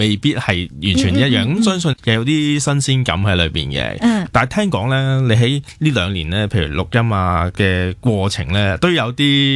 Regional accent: Hong Kong; 我哋香港人

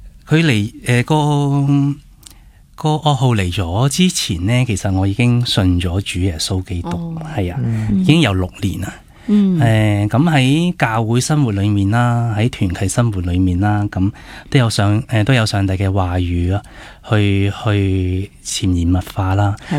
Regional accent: Hong Kong; 我喺单亲家庭去长大嘅，咁我妈咪咧就喺我好细个嘅时候咧就带我嚟到香港，因为佢照顾自己嘅妈咪啦，即系我婆婆啦。咁我哋就两个人喺香港相依为命啦。

